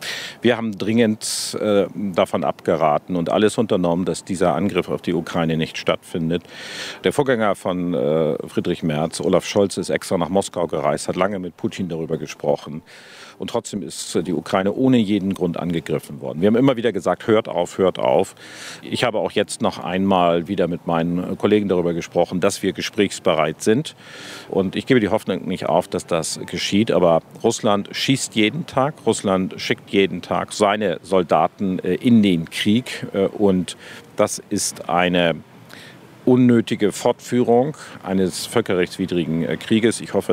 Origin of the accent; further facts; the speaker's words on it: Germany; ganz traditionell als Deutsche.